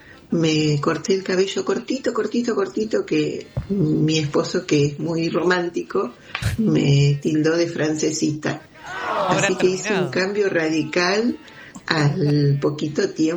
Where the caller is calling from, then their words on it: Villa Devoto, Buenos Aires, Argentina; Les dejo un abrazo … de Devoto.